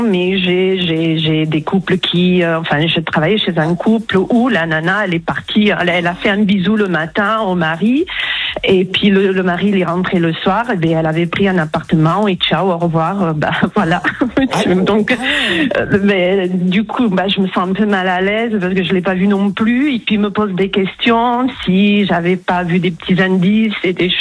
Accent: Toulouse, Occitanie, France; Alors, je suis de Toulouse, au soleil.

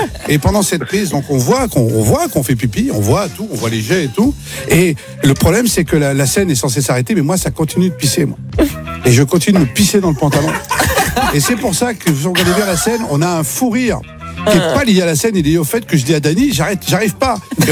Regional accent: Auvergne-Rhône-Alpes, France; also born or lived in Marseille; now in Paris, France; Tu sais que j'ai grandi, moi, à côté de Saint-Étienne.

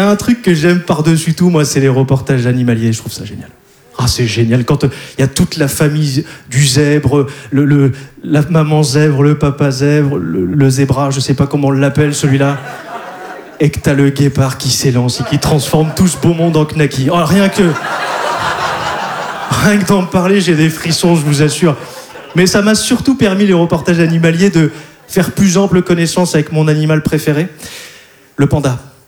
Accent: Hauts-de-France, France

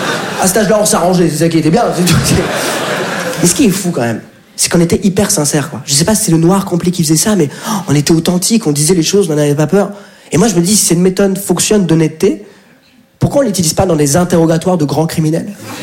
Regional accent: France; Je dis, mais papa, mais on est de France.

